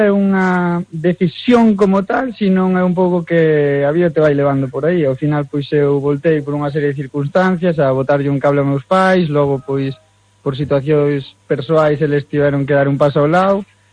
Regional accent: Galicia, Spain; Privilegio poder, bueno, sair elegido como cociñeiro galego.

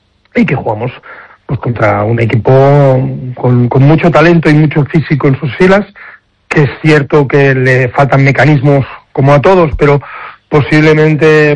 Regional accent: Badalona, Catalonia, Spain; Soy de Badalona, pero también soy del Barça de fútbol, entonces, bueno, ahí y he estado en el Barça. O sea que, pero soy de Badalona, eso no me lo quita nadie.

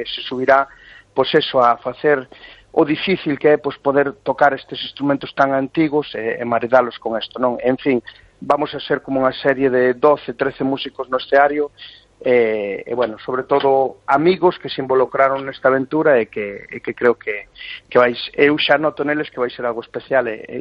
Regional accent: Galicia, Spain; pois eso, que temos que, como galegos, pois unirnos, porque creo que así irános mellor a todos.

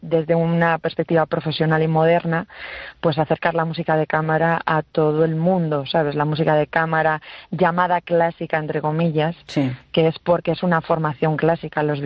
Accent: Vigo, Galicia, Spain; yo soy de Vigo, la chelista es de Vigo, todos somos sí. gallegos

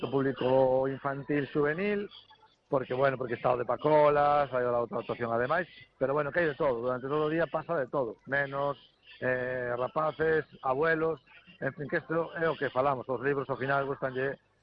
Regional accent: Bañobre, Galicia, Spain; Non concello, sino mini concello, se o digo polo meu pueblo, non, Bañobre, que decir, non somos nin concello, temos unha verbena, non?

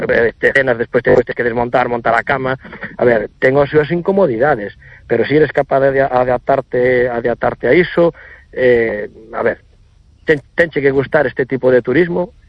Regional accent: Redondela, Galicia, Spain; Por eu son de Redondela, saímos hacia mellora hacia Porto Novo, Grove

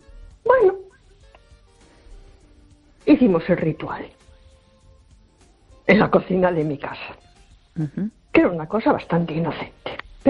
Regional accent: A Coruña, Galicia, Spain; Hola, buenas noches. … de Coruña.

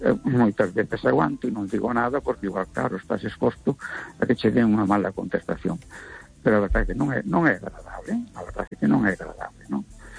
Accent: A Coruña, Galicia, Spain; Vamos a ver … de Coruña.

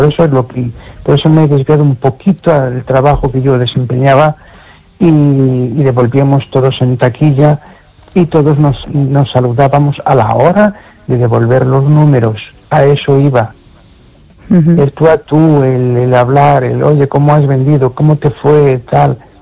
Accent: Amoeiro, Galicia, Spain; de Un Pueblo de Amoeiro.

